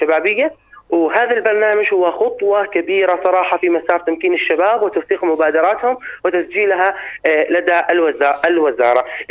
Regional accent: Irbid, Irbid Governorate, Jordan; انا من اربد

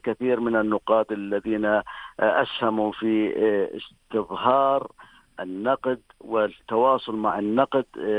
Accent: Jordan; وكنت من الأردن الحمد لله الممثل للناقد في الأردن، ممثل للنقد العربي حتى. أخذوا يعني من الأردن أنا العبد الفقير وإلى الله

